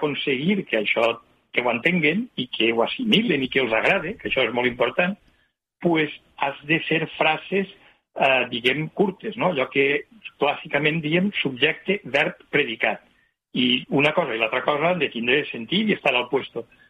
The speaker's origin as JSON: {"language": "Catalan", "region": "Valencian Community", "country": "Spain", "said": "jo soc d'ací, jo soc de la Plana, jo he viscut a Almassora 4 anys"}